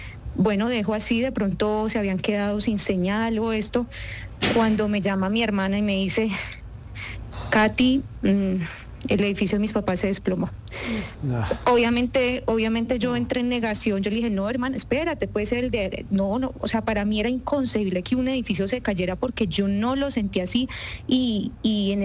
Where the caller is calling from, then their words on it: Santander, Colombia; como yo vivo en Santander